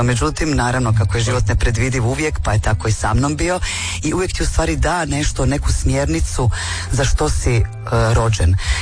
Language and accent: Croatian; Našice, Osijek-Baranja County, Croatia; naglo prekinuti svoje školovanje, preseliti iz Našica u Osijek, znači ostaviti svoju generaciju u srednjoj školi